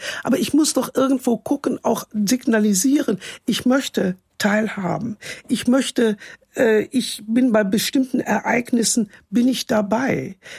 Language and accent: German; North Rhine-Westphalia, Germany; accent: Rhenish, Eifel; ich bin eigentlich nur in der Eifel geboren, dann aber an den Niederrhein gekommen. Ich habe aber durch meine Eltern noch den rheinischen Tonfall, den Eifler Tonfall.